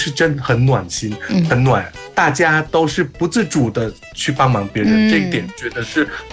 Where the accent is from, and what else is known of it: Thailand; Chinese is a second language